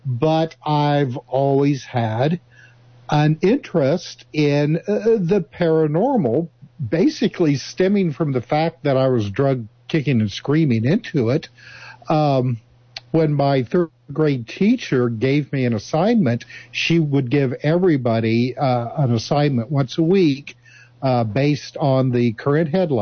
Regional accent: Indiana, United States; You know, born and raised in Indiana, I was interested in, you know, like race cars, Indianapolis 500

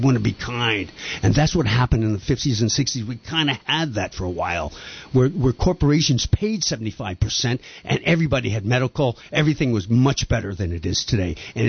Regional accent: the South, United States; also born or lived in Texas / Florida; I grew up in the South.

